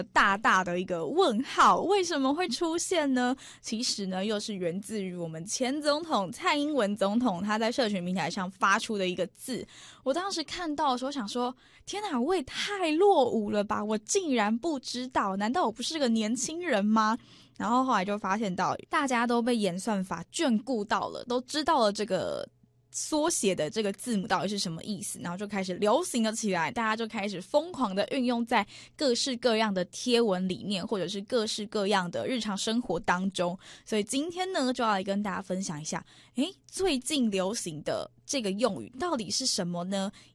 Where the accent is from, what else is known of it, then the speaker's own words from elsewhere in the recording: Taiwan; 跟我们台湾人常常会讲说哇塞这样子的概念有点像。